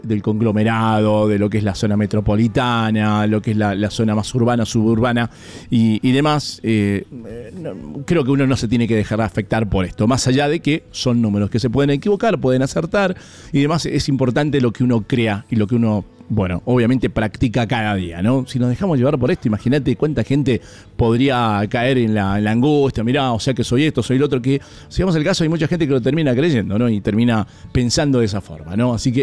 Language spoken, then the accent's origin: Spanish; Mendoza, Argentina; vivíamos como mendocinos